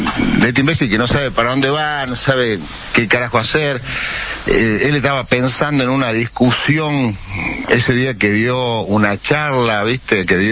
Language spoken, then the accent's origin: Spanish; Argentina; ¿Cuántos somos los argentinos?